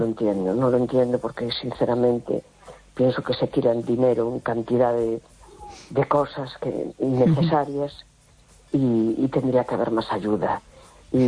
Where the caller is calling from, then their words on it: A Coruña, Galicia, Spain; de La Coruña.